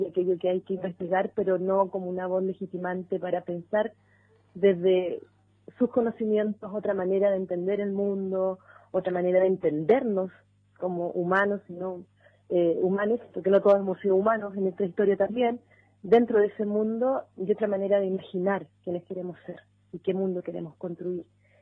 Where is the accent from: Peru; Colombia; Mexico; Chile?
Chile; Traiguén, Araucanía; moved away as an adult; now in Santiago, Chile; Llevo ya 10 años, pero vengo del sur, vengo del Gualmapu. Estudié en la Universidad de la Frontera y crecí en un pueblito muy chiquito, un pueblito agrícola triguero que se llama Traillén